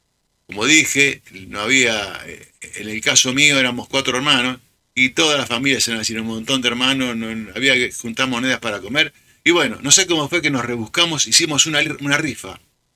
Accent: Buenos Aires, Argentina; born there; La realidad, mi realidad, barrio pobre. Yo nací en Pompeya, esa es mi cuna.

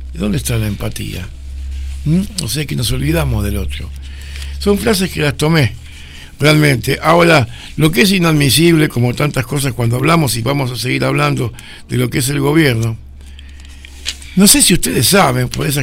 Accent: Argentina; como país, como argentinos

